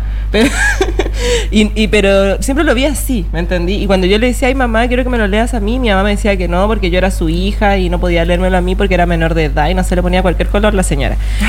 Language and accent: Spanish; Calama, Antofagasta, Chile; Soy calamiña, nací allá, mi familia bien nortina también por lo demás. Mi mamá nacía en Chuquicamata